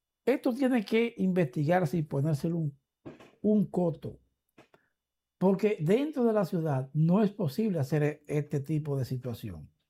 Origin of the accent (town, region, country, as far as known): Dominican Republic